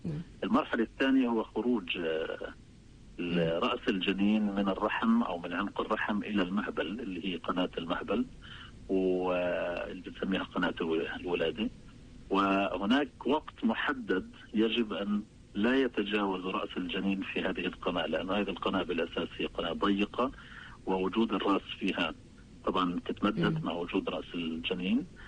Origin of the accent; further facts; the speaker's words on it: Palestine; عندنا في فلسطين